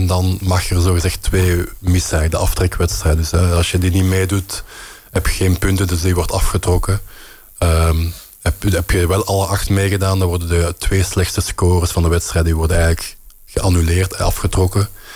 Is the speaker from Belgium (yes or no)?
yes; Belgium; Ja, hooggooien kan ik nu ook als Belg wel goed.